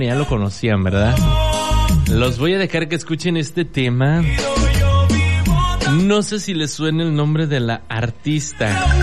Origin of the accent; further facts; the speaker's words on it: Chiapas, Mexico; como buenos mexicanos, como buenos chiapanecos, como buenos turulos